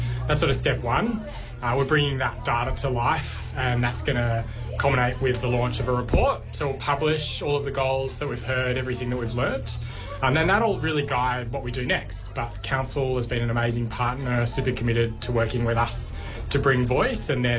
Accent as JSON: {"language": "English", "town": "Wollongong", "region": "New South Wales", "country": "Australia", "tie": "born or raised there", "said": "So I grew up down here in Wollongong. I've still got family here."}